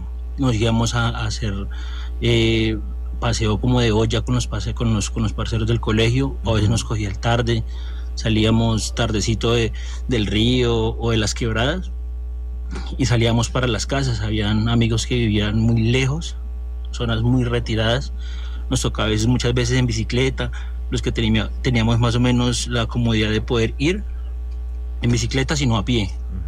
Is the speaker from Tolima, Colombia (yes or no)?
yes; Saldaña, Tolima, Colombia; now in Bogotá, Colombia; Bueno, Paul, pues yo vivo acá en Bogotá, pero hace aproximadamente 10 años y emigré del Tolima. Uh-huh. Mi pueblo es de Saldaña.